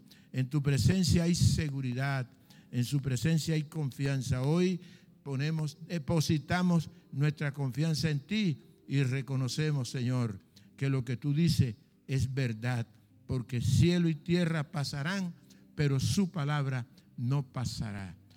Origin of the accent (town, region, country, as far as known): Colombia